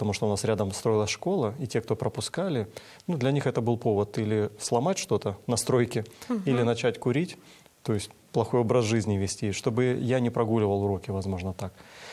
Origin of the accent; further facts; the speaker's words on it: Kabardino-Balkaria, Russia; Ну, во-первых, я вырос в Кабардино-Балкарии, в Малой Кабарде.